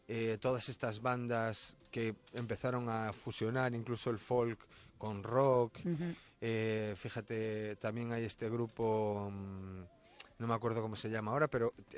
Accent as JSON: {"language": "Spanish", "region": "Galicia", "country": "Spain", "said": "Los músicos somos gallegos."}